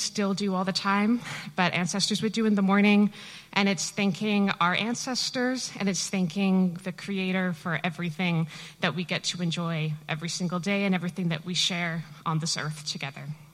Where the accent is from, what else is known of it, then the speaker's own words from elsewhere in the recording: British Columbia, Canada; I am from Squamish Nation.